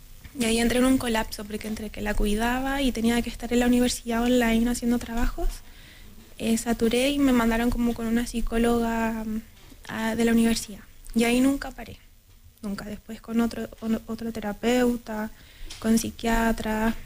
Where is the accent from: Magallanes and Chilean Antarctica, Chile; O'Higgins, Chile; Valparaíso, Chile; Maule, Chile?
O'Higgins, Chile; San Vicente de Tagua Tagua; moved away as an adult; now in Santiago, Chile; yo soy de San Vicente, de Tahuatahua. Me vine a la universidad